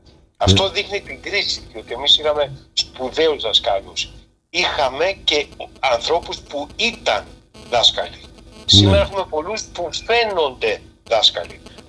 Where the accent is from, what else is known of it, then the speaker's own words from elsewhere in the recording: Corfu, Ionian Islands, Greece; Έτσι λέμε στην Κέρκυρα.